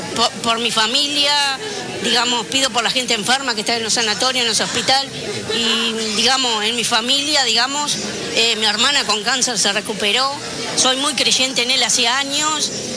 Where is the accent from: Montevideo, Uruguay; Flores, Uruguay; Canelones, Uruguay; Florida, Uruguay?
Canelones, Uruguay